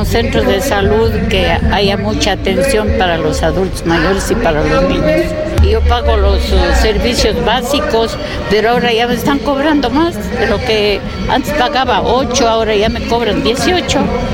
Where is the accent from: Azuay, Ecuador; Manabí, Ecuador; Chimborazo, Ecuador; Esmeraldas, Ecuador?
Azuay, Ecuador; Cuenca; born there; yo nací en Cuenca, yo le quiero mucho a la ciudad de Cuenca